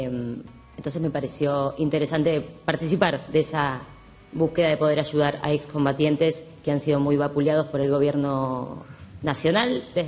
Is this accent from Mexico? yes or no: no; Argentina; yo soy argentina y no me gusta subestimar los espacios que puedo ocupar, ¿no?